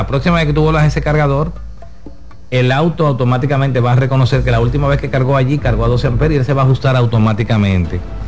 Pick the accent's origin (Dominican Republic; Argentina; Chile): Dominican Republic; para todos nosotros como dominicanos